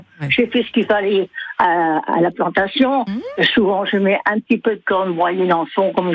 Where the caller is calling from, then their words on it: Saint-André, France; Je vis à Saint-André.